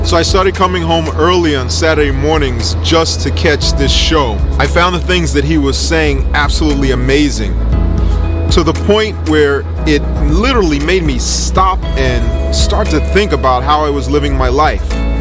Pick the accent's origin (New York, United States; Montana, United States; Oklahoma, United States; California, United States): New York, United States; New York City; I grew up here in New York City, I guess dealing with all the temptations that you would have in a big city.